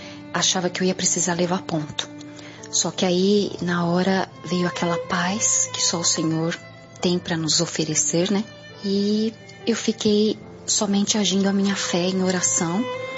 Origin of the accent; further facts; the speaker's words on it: Santo André, São Paulo, Brazil; sou de Santo André